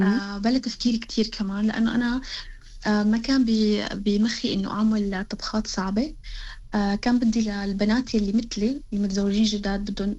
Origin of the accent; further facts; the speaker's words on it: Jableh, Latakia Governorate, Syria; moved away as an adult; now in Australia; سورية، انتقلت حديثاً على أستراليا، تزوجت وسافرت. طبعاً أنا أصولي من مدينة اللاذقية جبلة، كنت عم مخلصة طب بشري بسنة 2020، وكنت عم بختص قلبية، أمراض القلب والأوعية الدموية باللاذقية كمان.